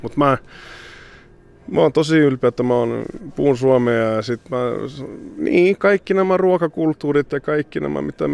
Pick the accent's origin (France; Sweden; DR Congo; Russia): Sweden; born there; mä oon Ruotsissa syntynyt, mä oon ruotsalainen